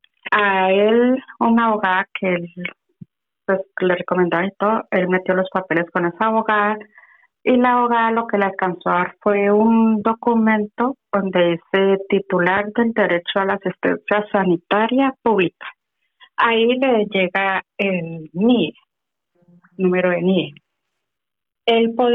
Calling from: Madrid, Community of Madrid, Spain; de aquí de Madrid.

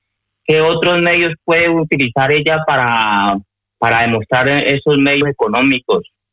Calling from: Madrid, Community of Madrid, Spain; accent: Colombian; de aquí de Madrid.

